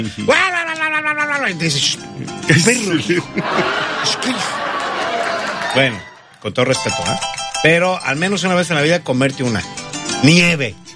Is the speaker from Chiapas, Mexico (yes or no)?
no; Veracruz, Mexico; si somos jarochos